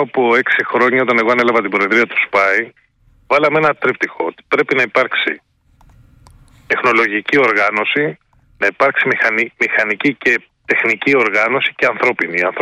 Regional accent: Kefalonia, Ionian Islands, Greece; Σας λέω γιατί είναι το νησί μου κεφαλονιά και έχω πρώτη επάμεξη εικόνα.

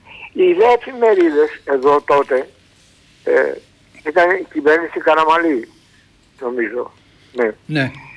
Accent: Istanbul, Turkey; moved away; Είμαι από την Κωνσταντινούπολη. Είμαι 82 χρονών. Ήμουν 13 χρονών όταν ζήσαμε τη μαύρη αυτή με καμένο σπίτι και καμένο μαγαζί του πατέρα μου.

